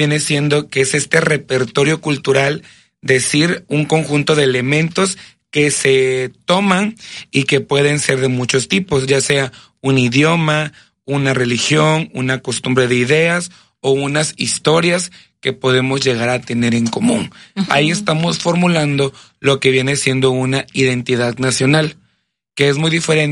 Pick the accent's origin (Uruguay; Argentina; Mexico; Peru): Mexico; las personas que vivimos en el país de México.